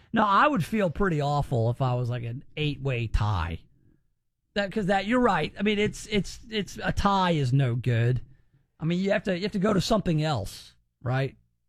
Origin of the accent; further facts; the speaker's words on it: Germantown, United States; And I grew up in Germantown. There are geese everywhere.